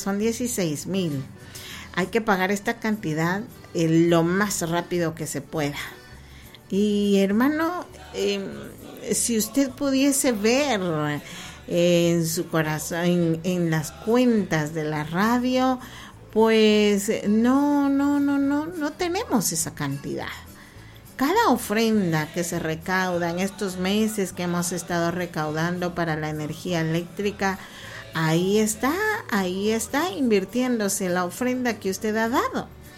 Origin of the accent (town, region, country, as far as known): Guatemala